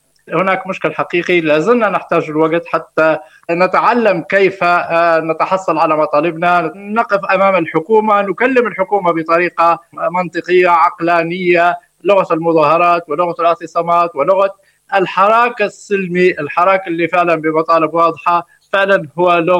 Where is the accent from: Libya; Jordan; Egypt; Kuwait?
Libya; أنا مواطن ليبي، فمصالحي الشخصية تعطلت المرتبات يوم أو اثنين